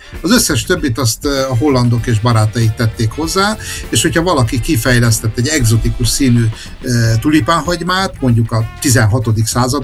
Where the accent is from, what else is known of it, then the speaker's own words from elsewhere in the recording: Csökmő, Hajdú-Bihar, Hungary; moved away; én alföldi vagyok alapvetően, Bihari egészen pontosan, egy Csökmű nevű faluból származtam el, mert ugye se egyetem nem volt, se más, úgyhogy kénytelen voltam elköltözni